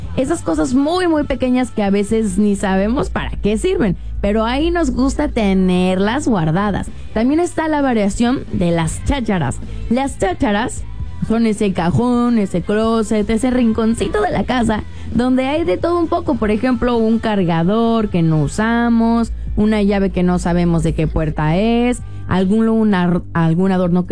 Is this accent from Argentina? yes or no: no; Mexico; la palabra cháchara y chacharear tiene muchísimo, muchísimo tiempo en nuestro vocabulario como mexicanos.